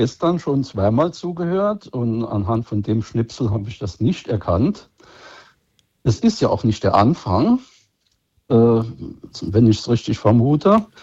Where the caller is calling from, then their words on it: Saarbrücken, Saarland, Germany; Ich komme aus Saarbrücken-Güdingen.